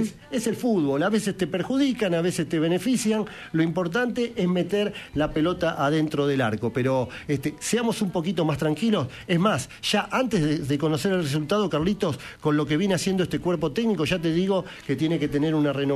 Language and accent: Spanish; Argentina; como los argentinos somos bravos, discutimos